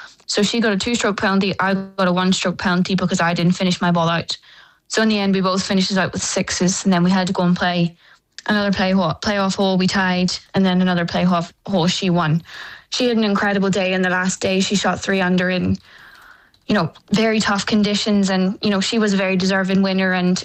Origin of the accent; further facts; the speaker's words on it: Ireland; being Irish and playing in your national open is always going to be very, very special.